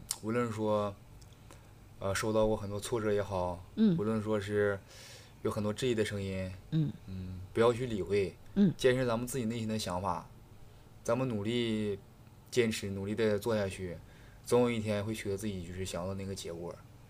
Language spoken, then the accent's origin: Chinese; Wafangdian, Liaoning, China; 因为怎么说呢，我从小我就在这个地方长大嘛，然后包括我之前去成都，每次回家我就感觉家里就特别好